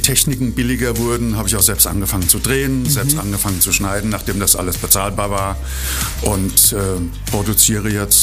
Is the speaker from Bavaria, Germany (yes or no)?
no; Kaiserslautern, Rhineland-Palatinate, Germany; moved away as an adult; now in Trippstadt, Germany; ich bin Lauterer, bin in Kaiserslautern geboren, habe 35 Jahre am Messeplatz gelebt und dann bin ich nach Trippstadt ausgewandert und bin trotzdem Lauterer geblieben.